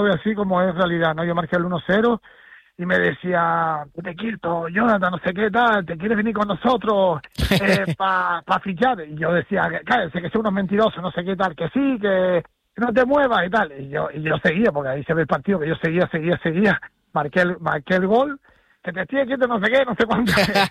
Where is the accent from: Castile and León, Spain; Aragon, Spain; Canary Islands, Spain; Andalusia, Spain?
Canary Islands, Spain; Son como, pues, como nosotros, ¿no? Los andaluces siempre he dicho que son como los canarios